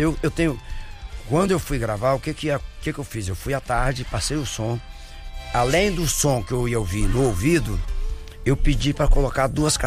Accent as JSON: {"language": "Portuguese", "country": "Brazil", "said": "a gente é brasileiro"}